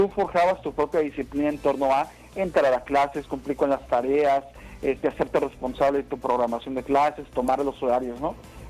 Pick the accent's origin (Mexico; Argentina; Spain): Mexico; Ciudad Valles, San Luis Potosí; Yo soy del municipio de Ciudad Valles